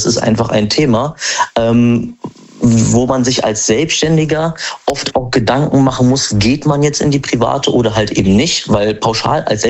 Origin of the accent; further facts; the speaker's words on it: Frankfurt, Hesse, Germany; Ich komme aus Frankfurt.